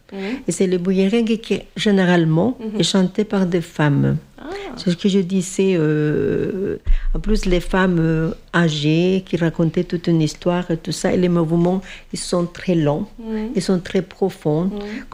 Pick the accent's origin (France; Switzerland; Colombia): Colombia; colombien, le mouvement que nous avons pour danser ces rythmes-là, il est assez propre de chez nous